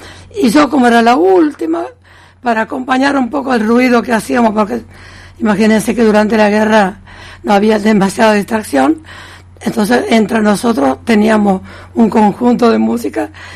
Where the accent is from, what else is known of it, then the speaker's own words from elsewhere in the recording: Venice, Veneto, Italy; now in Argentina; Yo soy italiana, nacida en Venecia. Y como buena familia numerosa, la última de 10 hermanos